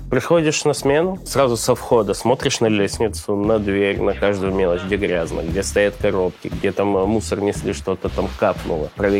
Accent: Krasnodar Krai, Russia; born there; Я родился на Кубани

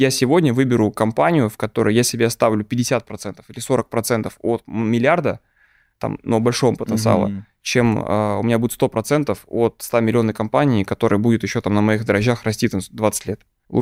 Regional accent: Moscow, Russia; Я же из Люблино парень, из Новокосино. Типа, я ходил в обычную общедательную школу

